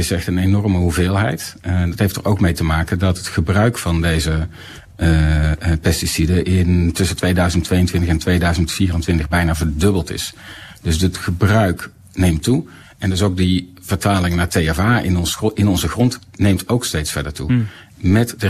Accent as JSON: {"language": "Dutch", "country": "Netherlands"}